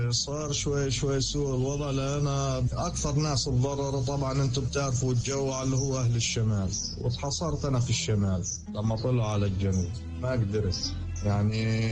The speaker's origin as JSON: {"language": "Arabic", "region": "Gaza Strip", "country": "Palestine", "moved": "as an adult", "lives_now": "Egypt", "said": "أنا عانيت يعني فترة طويلة لما أنا طلعت من غزة كمان"}